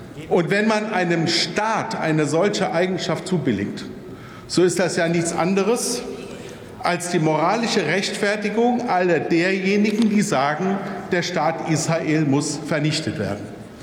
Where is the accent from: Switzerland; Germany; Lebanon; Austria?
Germany; Wuppertal, North Rhine-Westphalia; der vor zwei Wochen in meiner Heimatstadt Wuppertal versucht hat, die Synagoge anzuzünden